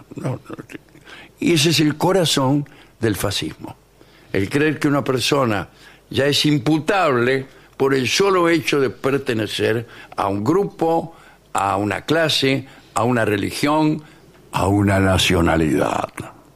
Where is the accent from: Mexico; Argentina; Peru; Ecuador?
Argentina; como yo soy argentino